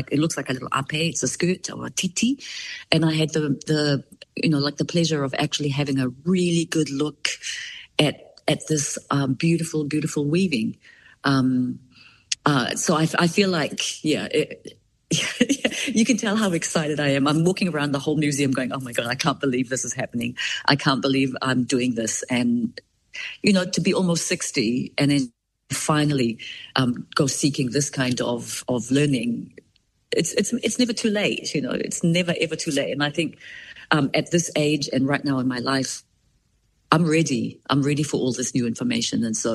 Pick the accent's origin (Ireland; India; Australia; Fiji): Fiji; Rotuma; born there; moved away; also born or lived in Aotearoa, New Zealand; I was taken back to Rotuma, and I had my first birthday there and my 13th birthday there. So those first formative years of my childhood was being brought up in Rotuma, watching my elders basically live Rotuma, and be Polynesian.